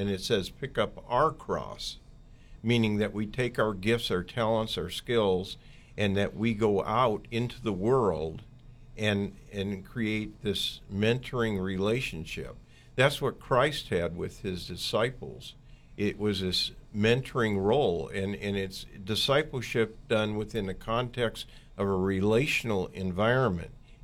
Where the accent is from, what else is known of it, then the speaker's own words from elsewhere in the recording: Oakland, California, United States; Now, I grew up in East Oakland. In Oakland, that number is 80%.